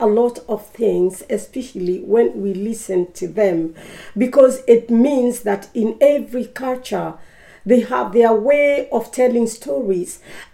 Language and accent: English; Kenya; moved away; originally I'm from Kenya